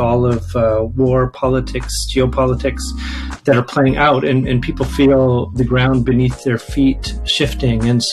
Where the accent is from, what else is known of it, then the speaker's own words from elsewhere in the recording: Williams Lake, British Columbia, Canada; I grew up in Williams Lake, where we had a big South Asian community.